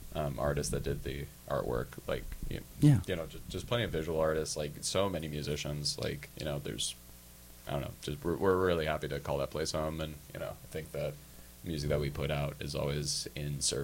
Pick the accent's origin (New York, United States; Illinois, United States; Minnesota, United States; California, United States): California, United States; Davis; now in Sacramento, United States; I'm from Davis.